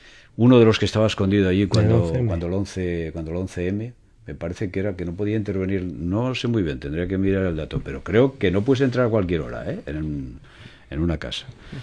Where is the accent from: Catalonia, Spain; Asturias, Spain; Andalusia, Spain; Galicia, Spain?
Asturias, Spain; yo soy asturiano, yo me crié en la aldea Y yo, por ejemplo, este Bable que se habla, a mí no me representa para nada.